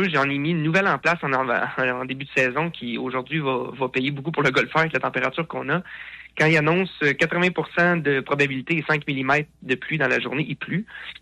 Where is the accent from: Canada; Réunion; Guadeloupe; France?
Canada; Repentigny, Quebec; J'ai grandi à Repentigny, mais j'ai grandi en tant qu'entrepreneur à la Valtrie.